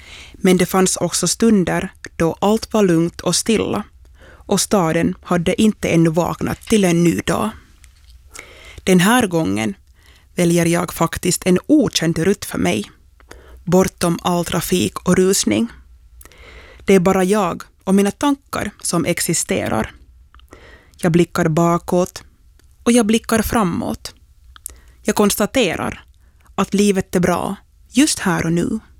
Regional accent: Träskända, Uusimaa, Finland; från Träskända

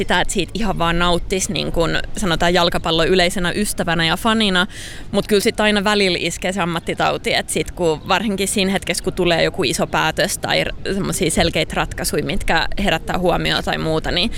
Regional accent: Salo, Southwest Finland, Finland; Mä oon Salosta kotoisin

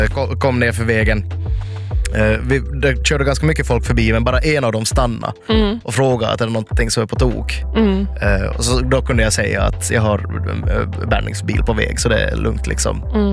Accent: Ostrobothnia, Finland; Alltså, som österbottning, som vit, som finländare, som finlandssvensk etc.

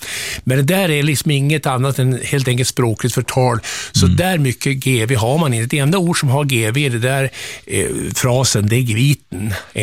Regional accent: Västernorrland County, Sweden; jag är ju ångermanlänning också, Sven-Erik, men jag hörde det första gången i Västerbotten omkring 1980.

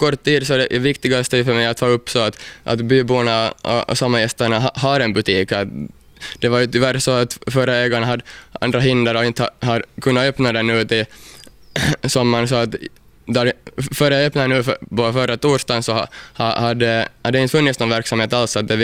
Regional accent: Southwest Finland, Finland; No, jag är nog hemma från Mielisholm och min faffa är faktiskt hemma här från Kirjais också.

